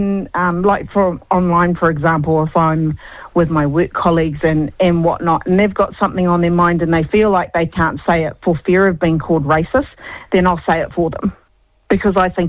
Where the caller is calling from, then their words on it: Tolaga Bay, Gisborne, New Zealand; From Uwala, Tolaga Bay, Gisborne.